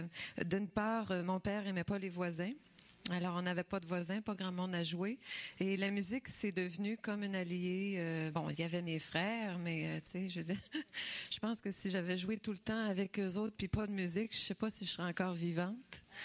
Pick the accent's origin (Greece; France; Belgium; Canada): Canada; Quebec; born there; moi, je viens de Québec et je suis née sur une ferme.